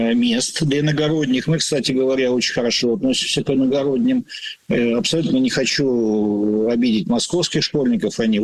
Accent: Yekaterinburg, Sverdlovsk Oblast, Russia; moved away as an adult; now in Moscow, Russia; я родился и вырос на Урале, значит, и приехал в Москву, вот, в Московский институт стали сплава, получать там образование.

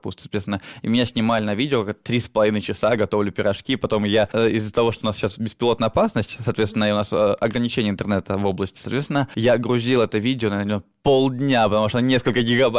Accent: Sebezh, Pskov Oblast, Russia; Я говорю, я Себеж, соответственно, да.

